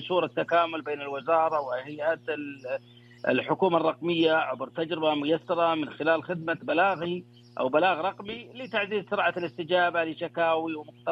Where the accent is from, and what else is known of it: Saudi Arabia